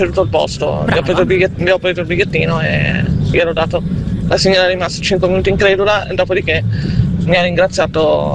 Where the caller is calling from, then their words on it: Novara, Piedmont, Italy; da Novara.